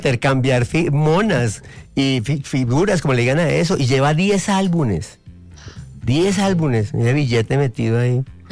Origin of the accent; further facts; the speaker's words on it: Tunja, Boyacá, Colombia; now in Bogotá, Colombia; momentos de mi vida fue cuando me mandaron a estudiar a Bogotá. Porque pues Tunja es muy bonito y es mi tierra, pero era un pueblito así y uno con ganas de conocer el mundo